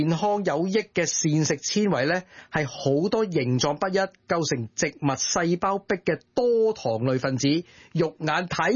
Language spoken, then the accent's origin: Cantonese; China; 即系我哋中国人最中意食嘅啲乜嘢啊，芝麻糊啊、杏仁糊啊、花生糊嗰啲咧